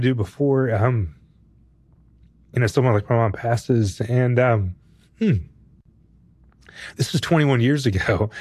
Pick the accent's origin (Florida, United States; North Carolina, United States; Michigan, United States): North Carolina, United States; Raleigh; I grew up in Raleigh, North Carolina, where college sports are really big, and NC State had a football team, and I grew up sort of like loving their team.